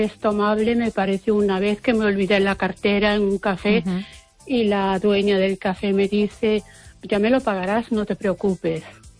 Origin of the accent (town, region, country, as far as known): Spain; moved away; also born or lived in United Kingdom